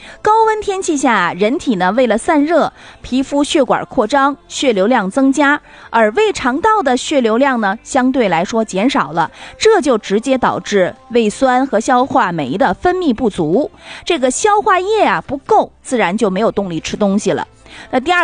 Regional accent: Northeast China, China; 我们东北人愿意吃凉拌菜哈

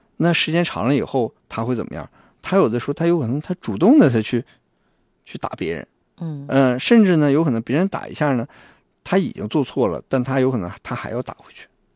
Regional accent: Northeast China, China; 这个我们东北人说是聊着别人

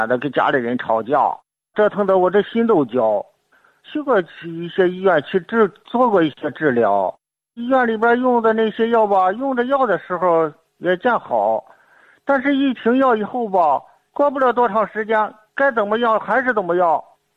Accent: Hebei, China; 我今年我70岁了，我家是河北的，

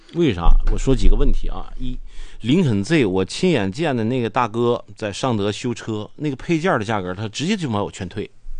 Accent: Harbin, Heilongjiang, China; 因为我觉得哈尔滨是我的家，是我的家乡，是我生长的地方，我爱这个地方

